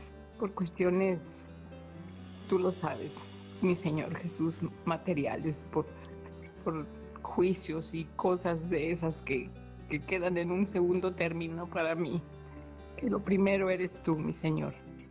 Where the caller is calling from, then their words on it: Guadalajara, Jalisco, Mexico; aquí estoy aquí de Guadalajara.